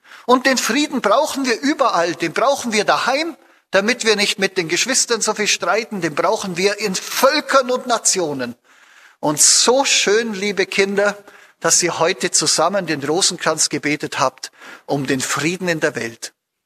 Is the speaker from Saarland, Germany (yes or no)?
no; Bavaria, Germany; moved away as an adult; now in Austria; Ich komme ja aus Bayern, bin gerade als Missionar frisch hierher gekommen nach Österreich